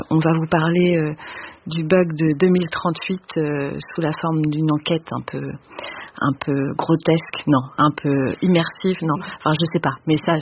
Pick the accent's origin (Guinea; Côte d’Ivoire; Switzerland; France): France; Grenoble, Auvergne-Rhône-Alpes; Moi, en tant que grenobloise, j'ai pu faire le lien finalement avec les études ici qu'on voit.